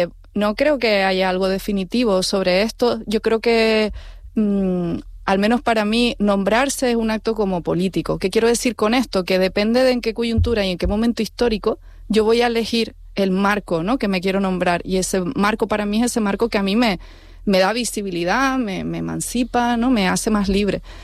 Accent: Canary Islands, Spain; Somos ese sujeto canario, que es un sujeto de mezcla.

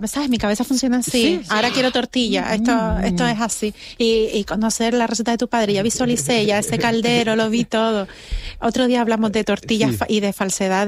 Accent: Canary Islands, Spain; como los canarios, María, Fran Cuenca, somos tan fans de los sandwichitos.

